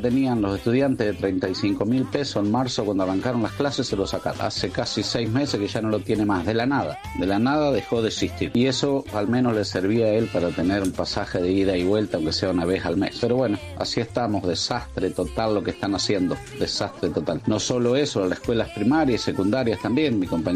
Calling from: San Miguel del Monte, Buenos Aires Province, Argentina; yo soy de San Miguel del Monte

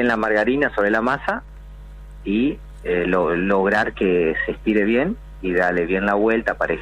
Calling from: Santa Fe, Argentina; somos santafesinos igual.

